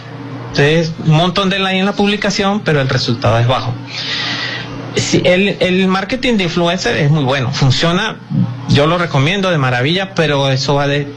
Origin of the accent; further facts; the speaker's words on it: Venezuela; nosotros como venezolanos